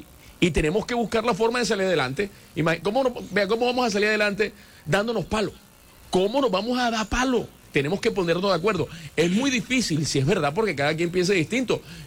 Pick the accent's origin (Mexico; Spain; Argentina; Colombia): Colombia; Somos colombianos.